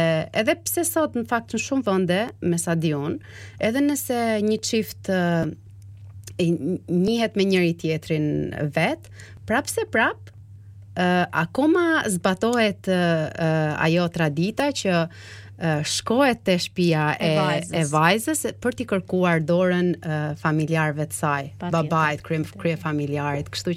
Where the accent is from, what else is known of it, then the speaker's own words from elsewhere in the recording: Has, Kukës County, Albania; Unë jam nga Veriu i Shqipëris, nga Hasi